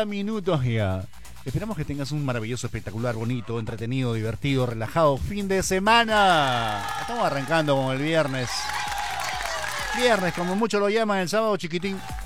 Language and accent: Spanish; Peru; Hay que participar como peruanos de lo que estamos viviendo ahora.